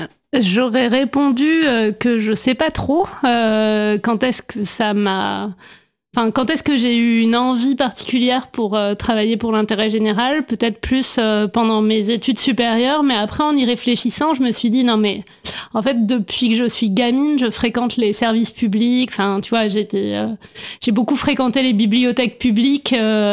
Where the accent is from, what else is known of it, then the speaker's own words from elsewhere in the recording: Nantes, Pays de la Loire, France; j'ai grandi dans ce quartier-là dans lequel mes parents étaient arrivés quelques années avant ma naissance. Et puis en fait, je suis toujours restée à Nantes